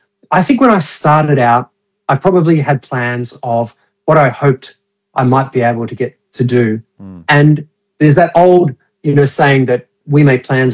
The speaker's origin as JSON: {"language": "English", "country": "Australia", "said": "I love the fact that I'm an Aussie getting played on Aussie Christian radio."}